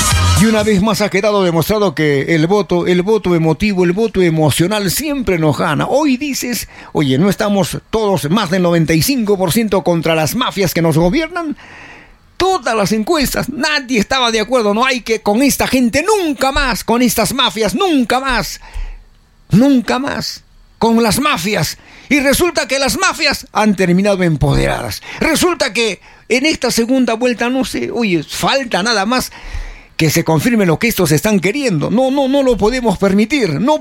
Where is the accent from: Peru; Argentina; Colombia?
Peru